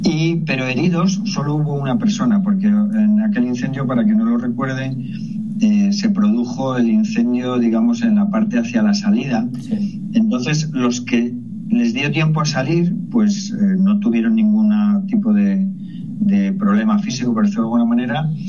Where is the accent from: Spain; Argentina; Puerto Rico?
Spain; Madrid, Community of Madrid; moved away as an adult; now in Zaragoza, Spain; yo nací en Madrid, soy el único de mi familia que lo hizo. Mi familia procedía de La Rioja, mis padres vivían en Logroño antes de trasladarse a Madrid por trabajo. Mi único hermano nació en Logroño, o sea que yo estaba predestinada a nacer en Logroño